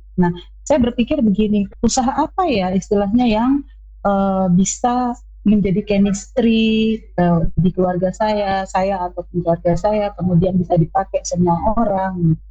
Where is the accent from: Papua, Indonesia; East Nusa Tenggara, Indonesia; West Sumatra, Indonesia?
Papua, Indonesia; Jayapura; Saya lahir besar di Jayapura. Saya sudah berkeluarga. Kebetulan saya kelahiran di tahun 87. Tahun 87, udah tua